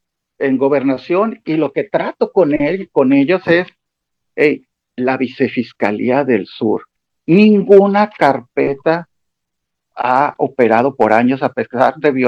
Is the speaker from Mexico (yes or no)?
yes; Mazatlán, Sinaloa, Mexico; Yo uh-huh. estaba, de hecho, trabajando en la Ciudad de México. Soy de Mazatlán. Vine aquí, me encontré con este problema y ayudé.